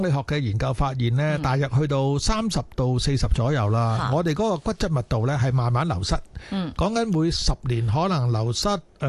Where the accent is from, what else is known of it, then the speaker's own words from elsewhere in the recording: Hong Kong; 即系我哋香港人就有两蚊鸡，即系六十岁以上啦，